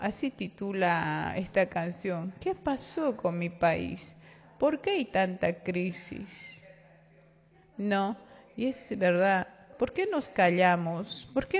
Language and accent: Spanish; Bolivia; ¿Cuáles son las próximas acciones que tenemos que tomar como bolivianos y bolivianas, ¿no?